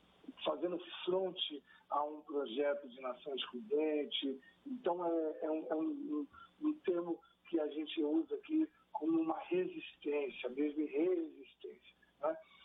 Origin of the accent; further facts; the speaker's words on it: Barra Mansa, Rio de Janeiro, Brazil; Sou de Barra Mansa e Barra do Piraí, né?